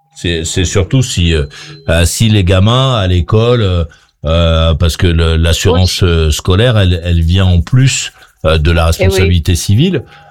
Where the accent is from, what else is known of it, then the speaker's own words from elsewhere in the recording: France; chez nous en France